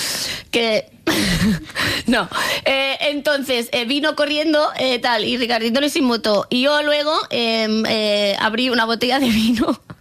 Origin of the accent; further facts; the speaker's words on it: Catalonia, Spain; soy catalana, ¿vale?